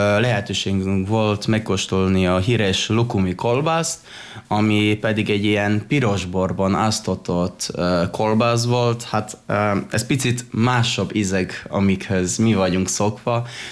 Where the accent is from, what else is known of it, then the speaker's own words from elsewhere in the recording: Prekmurje, Slovenia; Voltunk mi, mint muravidékiek, magyarok